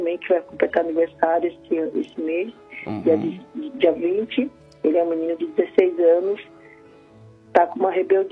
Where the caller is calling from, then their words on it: Ribeirão Pires, São Paulo, Brazil; Ribeirão Pires, agora